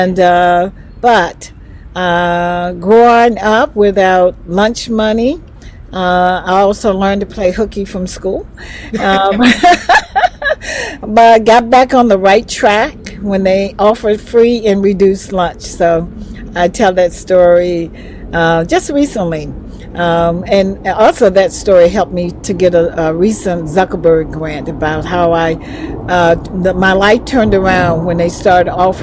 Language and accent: English; Asheville, North Carolina, United States; moved away as an adult; born and raised in Asheville, North Carolina, in the projects. So I grew up in the projects, and I went to Asheville High School, and I went on to Johnson C. Smith University as an undergrad